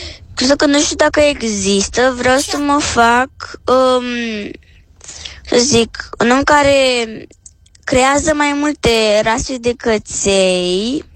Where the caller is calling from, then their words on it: Corbeanca, Ilfov, Romania; din Corbeanca. Am aproape 10 ani.